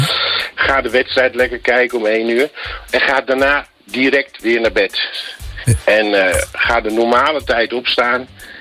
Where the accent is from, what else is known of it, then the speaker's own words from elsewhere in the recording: Amsterdam, North Holland, Netherlands; wij komen uit Amsterdam.